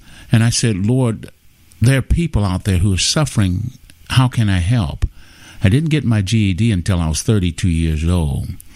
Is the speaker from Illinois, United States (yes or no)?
yes; Chicago, Illinois, United States; I grew up in Chicago in the projects